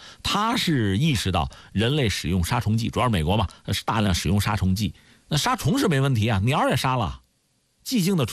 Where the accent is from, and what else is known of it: China